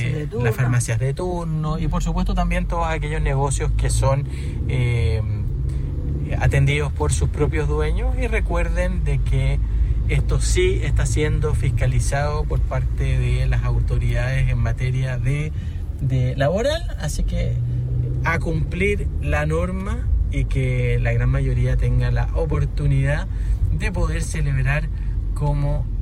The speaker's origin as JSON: {"language": "Spanish", "country": "Chile", "said": "para lo que somos como chilenos"}